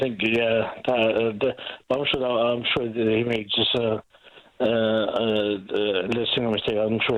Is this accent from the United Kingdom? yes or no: yes; United Kingdom; I'm British. I'm proud of it.